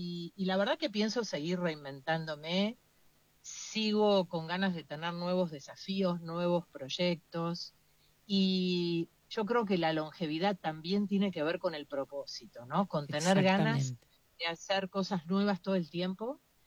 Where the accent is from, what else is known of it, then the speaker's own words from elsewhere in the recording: Argentina; moved away; los argentinos que vivimos acá